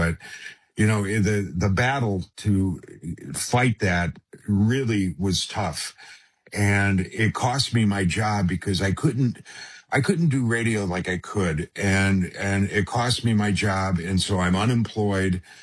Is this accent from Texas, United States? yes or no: no; Decatur, Michigan, United States; born there; also born or lived in Chicago; This is where I was born in Michigan, and I went to a college over on the west side in Grand Valley, in just outside Grand Rapids, Michigan.